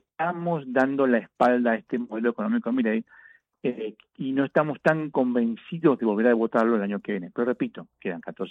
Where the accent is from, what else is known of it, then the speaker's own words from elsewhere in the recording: Argentina; Pero el mundo entero no vota. Lo que vota somos los argentinos.